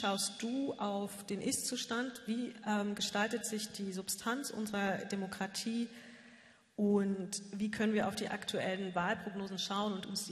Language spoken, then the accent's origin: German; Wernigerode, Saxony-Anhalt, Germany; moved away; Mich hat vor 20 Jahren das Thema rechte Gewalt aus Wernigerode weggebracht, meine Heimat.